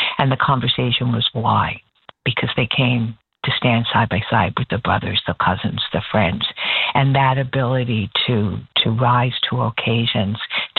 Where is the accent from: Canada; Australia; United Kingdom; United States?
Canada; Newfoundland and Labrador; as a Newfoundlander and Labradorian, the pride in that ability to stand and rise above what anyone could ever imagine was possible